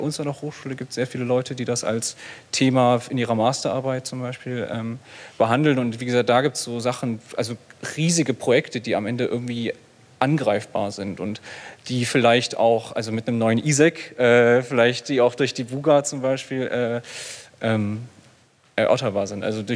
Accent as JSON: {"language": "German", "town": "Leipzig", "region": "Saxony", "country": "Germany", "tie": "born or raised there", "said": "da ich Leipziger bin. Also ich wurde in Leipzig geboren, ich bin dort aufgewachsen."}